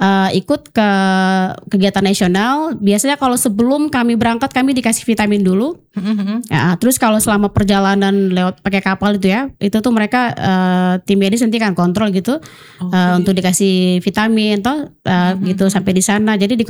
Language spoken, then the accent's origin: Indonesian; Papua, Indonesia; Iya saya orang Papua.